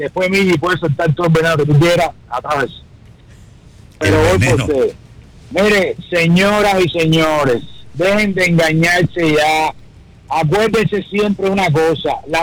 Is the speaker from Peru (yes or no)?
no; Cuba; moved away